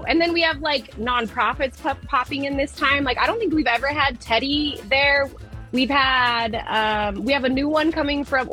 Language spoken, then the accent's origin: English; Colorado, United States; now in Tucson, United States; And growing up in Colorado